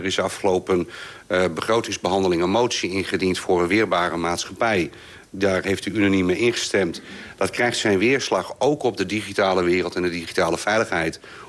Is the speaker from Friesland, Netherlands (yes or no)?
yes; Friesland, Netherlands; moved away; De provincie waar ik vandaan kom noemen ze dat Mienskip.